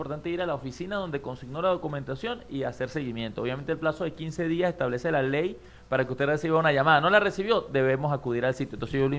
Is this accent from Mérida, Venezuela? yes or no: yes; Santa Ana, Mérida, Venezuela; yo me crié en Santa Ana y eso es una vida de luchas, ¿no?